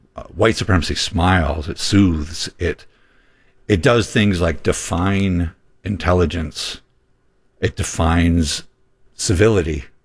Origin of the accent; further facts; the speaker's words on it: Minneapolis, Minnesota, United States; my hometown of Minneapolis, Minnesota.